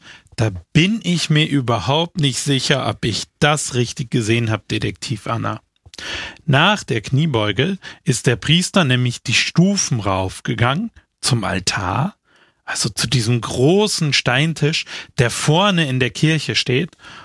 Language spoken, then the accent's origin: German; Germany; moved away; ich komme gebürtig aus Deutschland